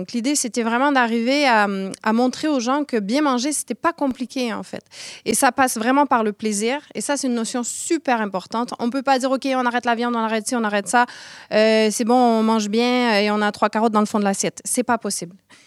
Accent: Quebec, Canada; moved away as an adult; now in France; je viens du Québec.

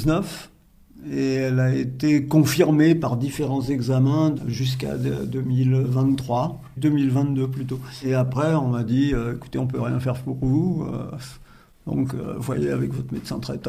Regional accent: Gentilly, Île-de-France, France; moved away as an adult; also born or lived in Paris / Alsace / Lorraine / Languedoc-Roussillon; Oui, je suis né à Paris et sinon, j'ai vécu à partir de 4 ans dans la très proche banlieue de Paris, là, Gentilly.

